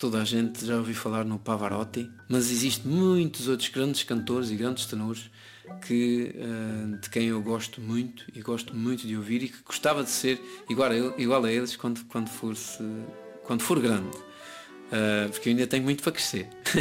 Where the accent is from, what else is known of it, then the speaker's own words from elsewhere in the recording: Azores, Portugal; moved away as an adult; Eu sou açoriano, no arquipélago dos Açores